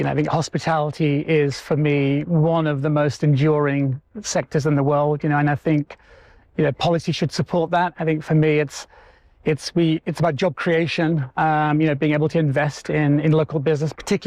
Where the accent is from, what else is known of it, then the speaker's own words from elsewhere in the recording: London, United Kingdom; You know, as a Londoner growing up here, knowing the arch and seeing it, you know, most days growing up